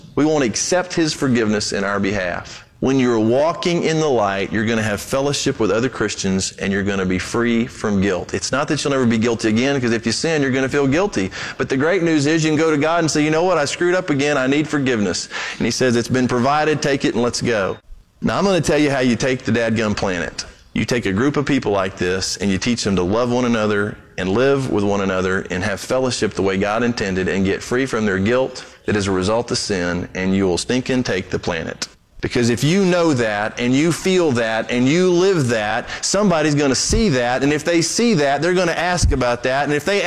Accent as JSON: {"language": "English", "country": "Brazil", "tie": "born or raised there", "said": "I grew up in Brazil."}